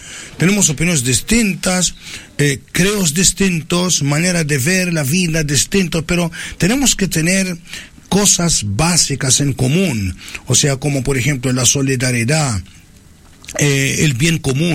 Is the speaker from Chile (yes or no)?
yes; Chile; nos une el hecho que somos chilenos